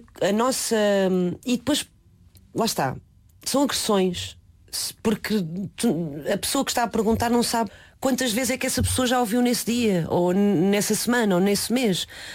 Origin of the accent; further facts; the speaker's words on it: Cascais, Lisbon, Portugal; born there; first language Mandarin; Portuguese is a second language; also born or lived in Leiria / China; Sou de Leiria. Não, por acaso acho que nunca tive o hábito de dizer que sou de Leiria, porque nasci lá e com meses de idade mudei-me para Cascais. Mudei-me? Não, os meus pais mudaram-se e levaram-me atrás. E passei as minhas férias escolares em Leiria até aos meus 12, 13 anos.